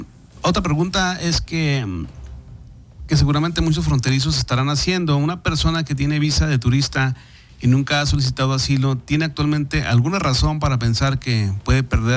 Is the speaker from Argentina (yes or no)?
no; Mexico; los que nos quedamos aquí en México, y que algunos lo decimos con mucho orgullo, pues somos mexicanos y aquí le echamos ganas, pero quienes estamos en esta frontera